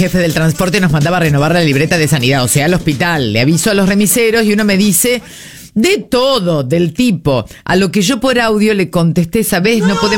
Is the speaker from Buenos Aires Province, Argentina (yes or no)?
no; Rosario, Santa Fe, Argentina; Soy de Rosario, me tocó en el grupo de WhatsApp del colegio.